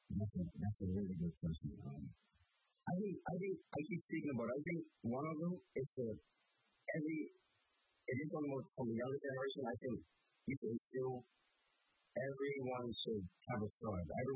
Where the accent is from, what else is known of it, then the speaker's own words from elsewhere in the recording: Bermuda; yeah, I'm from Bermuda, yeah, 60,000 people, but I can compete with that guy from Bermuda